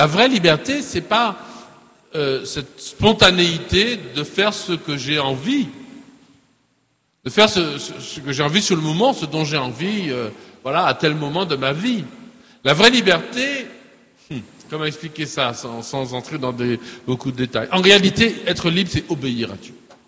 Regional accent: Martinique; Je suis un Martiniquais, je suis librement un Martiniquais, je ne l'ai pas choisi.

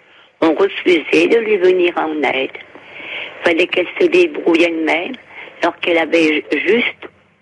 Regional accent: Foncine-le-Bas, Bourgogne-Franche-Comté, France; now in Champagnole, France; Et moi, mon village d'origine, c'était Foncine-le-Bas.

